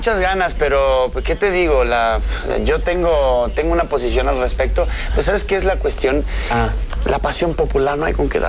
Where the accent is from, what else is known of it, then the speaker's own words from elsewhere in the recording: Argentina; Sí, yo como argentino lo sé